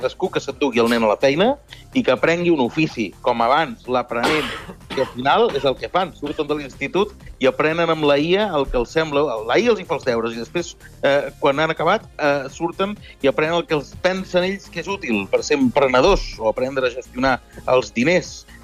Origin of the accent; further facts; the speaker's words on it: Sabadell, Catalonia, Spain; Jo sóc de Sabadell i dilluns no hi va haver escola perquè era festa major